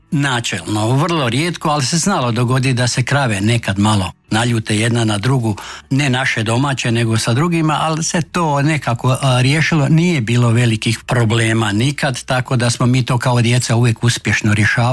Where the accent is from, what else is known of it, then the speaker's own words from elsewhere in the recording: Ivankovo, Vukovar-Srijem County, Croatia; kod nas u Ivankovi je to najčešće bio krave.